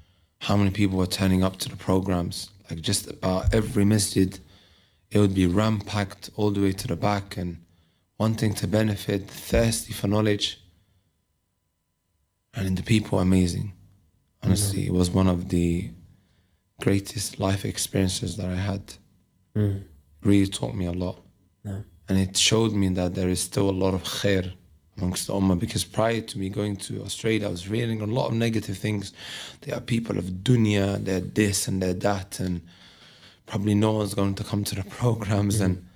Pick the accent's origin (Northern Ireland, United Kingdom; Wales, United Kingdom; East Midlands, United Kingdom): East Midlands, United Kingdom; Leicester; I'm from Leicester, but I come visit her from time to time.